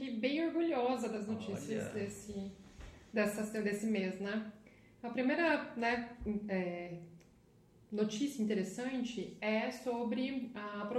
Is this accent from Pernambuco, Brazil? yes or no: no; São Paulo, Brazil; now in Rondônia, Brazil; Eu sou lá de São Paulo